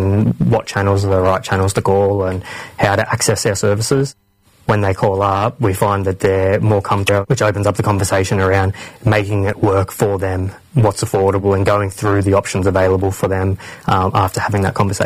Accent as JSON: {"language": "English", "region": "New South Wales", "country": "Australia", "said": "I'm a proud Wiradjuri man"}